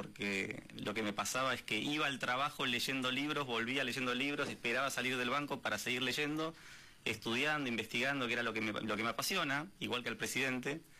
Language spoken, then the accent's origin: Spanish; Hurlingham, Buenos Aires Province, Argentina; also born or lived in Ramos Mejía; Nací en Hurlingham, iba al colegio en Ramos Mejía, al colegio Ward.